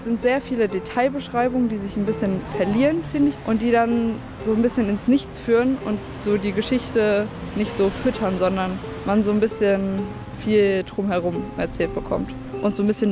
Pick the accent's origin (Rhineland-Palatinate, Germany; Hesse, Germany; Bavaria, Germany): Hesse, Germany; Frankfurt; Ich komme aus Frankfurt